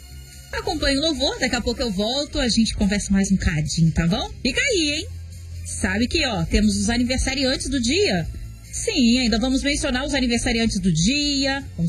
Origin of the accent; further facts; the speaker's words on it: Juvenília, Minas Gerais, Brazil; Sou de Juvenília, do Norte, de Minas Gerais.